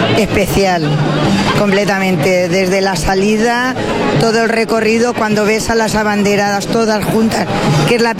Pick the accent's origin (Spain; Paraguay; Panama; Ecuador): Spain; Petrer, Valencian Community